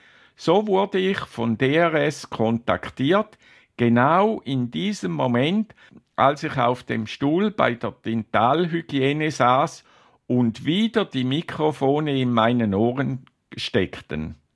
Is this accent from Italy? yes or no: no; Switzerland; Als Schweizer ist man ja wehrdienstpflichtig und so leistete ich als Spitalsoldat insgesamt meine 300 Diensttage.